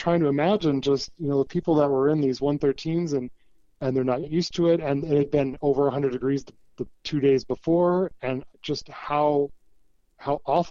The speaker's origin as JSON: {"language": "English", "region": "West Coast", "country": "United States", "tie": "born or raised there", "also_born_or_lived": "Port Angeles, Washington", "said": "Yeah, I was born in Port Angeles. Right. My dad was Coast Guard, so we moved around a bit as a kid, you know, transferred around, but mostly West Coast. And then, so I kind of say I grew up on the Pacific Coast, you know, Washington, Oregon, California"}